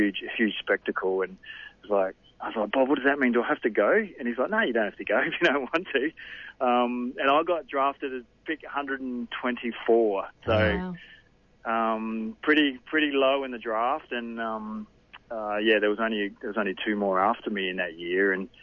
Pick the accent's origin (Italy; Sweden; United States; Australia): Australia; Port Adelaide, South Australia; I was born and bred in Port Adelaide, and growing up supporting the club